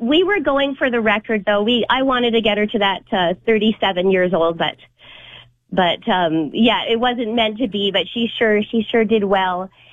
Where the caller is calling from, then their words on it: Edmonton, Alberta, Canada; I'm calling from Edmonton, Alberta.